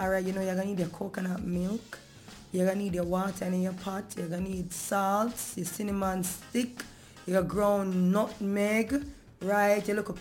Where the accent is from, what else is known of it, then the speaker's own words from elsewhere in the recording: Jamaica; As a Caribbean person, as a Jamaican, cornmeal porridge in the morning.